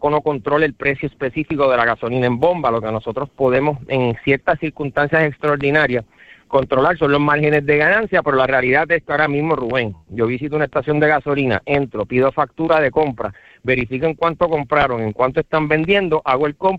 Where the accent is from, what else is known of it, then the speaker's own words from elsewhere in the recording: Cataño, Puerto Rico; lógicamente yo soy de Cataño, vivo allí me casé, allí estoy criando a mis hijos.